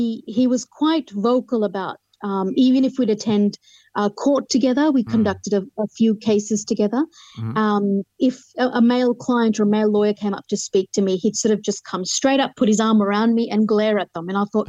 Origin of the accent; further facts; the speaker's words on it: Hampstead, London, United Kingdom; born there; And I said, oh, well, I was born in Hampstead, London.